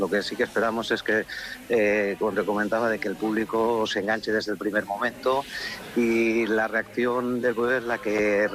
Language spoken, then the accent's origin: Spanish; Valencian Community, Spain; somos una empresa que venimos desde Valencia y, lógicamente, pues tenemos un poco ese sello, todos los valencianos